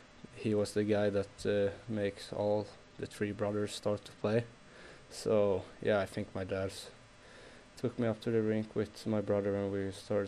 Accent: Västra Götaland, Sweden; My hometown is pretty close to Gothenburg.

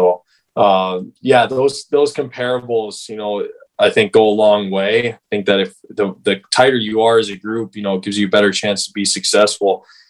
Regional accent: King City, Ontario, Canada; I'm from King City. We have a small local rink just by my house

